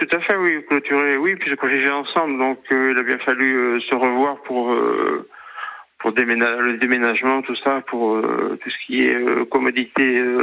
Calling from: Vannes, Brittany, France; J'habite à Vannes, dans le Morbihan.

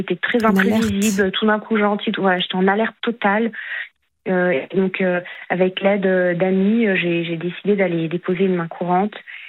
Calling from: Annecy, Auvergne-Rhône-Alpes, France; je suis à Annecy

